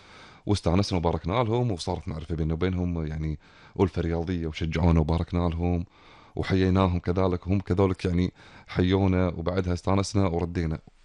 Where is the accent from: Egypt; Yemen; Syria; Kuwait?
Kuwait; احنا ككويتيين